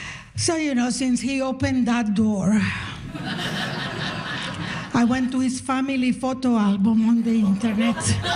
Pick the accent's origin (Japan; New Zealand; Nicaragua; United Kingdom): Nicaragua; now in Canada; because I'm from Nicaragua and we always feared an American invasion. I live with that fear.